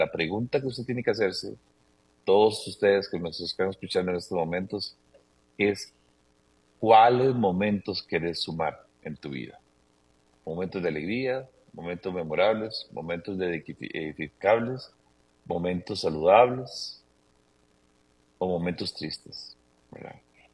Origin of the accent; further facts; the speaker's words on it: Costa Rica; todos nosotros como costarricenses.